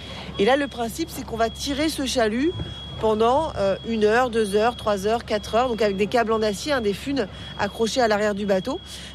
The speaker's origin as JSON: {"language": "French", "region": "Brittany", "country": "France", "said": "On dit le bao, sinon chez nous en Bretagne."}